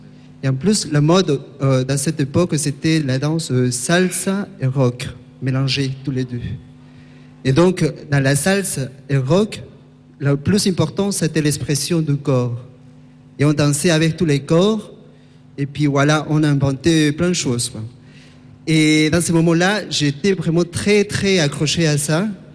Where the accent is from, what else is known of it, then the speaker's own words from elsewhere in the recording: Peru; je viens du Pérou, j'ai 30 ans.